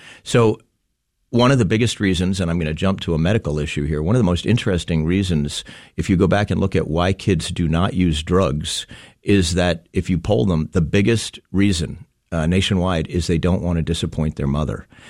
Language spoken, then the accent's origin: English; Wayne, United States; I grew up in Wayne